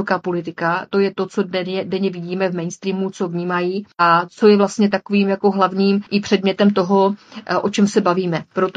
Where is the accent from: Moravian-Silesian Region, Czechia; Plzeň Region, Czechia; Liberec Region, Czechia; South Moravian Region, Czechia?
Moravian-Silesian Region, Czechia; A já právě proto kandiduji, protože já miluji můj region, miluji Beskydy. Jsem … jak zpívá v písničce